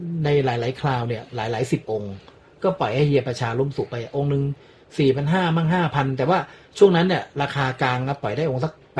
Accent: Samrong, Samut Prakan, Thailand; ผมเป็นคนจังหวัดสมุทรปราการนะครับผมเป็นคนสำโรงอยู่แถวสำโรงสมุทรปราการนะครับก็ครอบครัวผมก็เป็นครอบครัวเปิดร้านขายของชำแล้วก็ขายหนังสือพิมพ

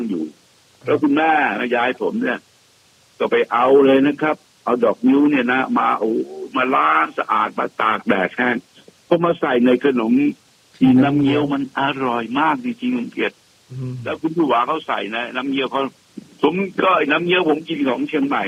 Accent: Northern Thailand, Thailand; เราเป็นคนเหนือนะฮะ

